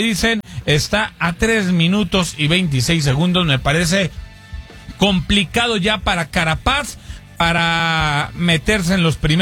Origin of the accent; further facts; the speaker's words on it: Mexico; somos mexicanos, sí.